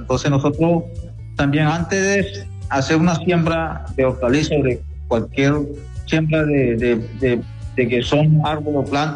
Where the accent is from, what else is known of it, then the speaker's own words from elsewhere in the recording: Colombia; soy miembro de la Comunidad Arhuaca